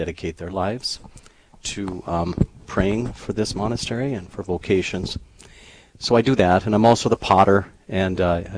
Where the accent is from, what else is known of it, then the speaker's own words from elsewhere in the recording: Glendive, Montana, United States; I grew up in Glendive, Montana, and I always say my heart's in Montana